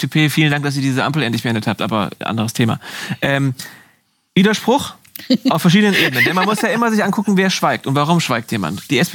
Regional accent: Hesse, Germany; ich bin ja Hesse, ich kenne ihn dann schon etwas eher

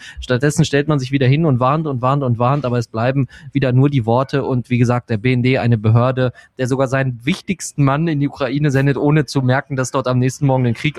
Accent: Germany

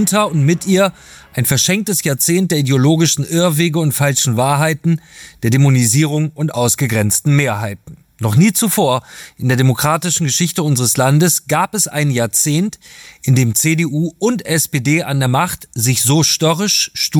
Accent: Germany; Als Gesellschaft, als Deutsche sind wir fähig, uns ein einzigartig lebenswertes Land zu schaffen

